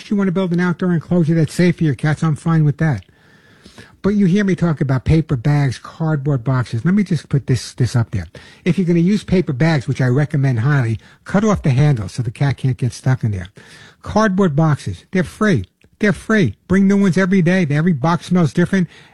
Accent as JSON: {"language": "English", "town": "The Bronx", "region": "New York", "country": "United States", "tie": "born or raised there", "also_born_or_lived": "Long Island", "said": "However, I grew up in the Bronx and Long Island. I know I have no accent anymore."}